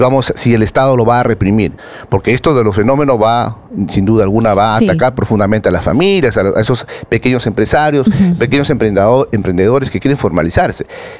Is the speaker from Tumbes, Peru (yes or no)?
yes; Tumbes, Peru; yo vengo de Tumbes.